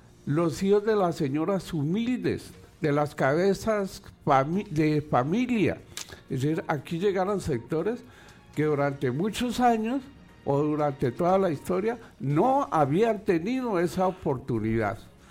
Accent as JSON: {"language": "Spanish", "country": "Colombia", "said": "nosotros como colombianos"}